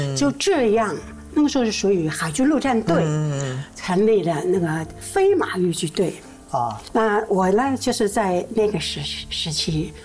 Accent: Taiwan; 我是台湾土生土长的，有很多人呢、啊，很多观众朋友啊，都以为我是大陆过来的。其实因为听我这个口音吧

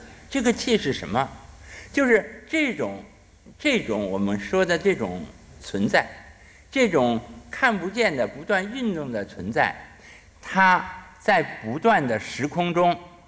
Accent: China

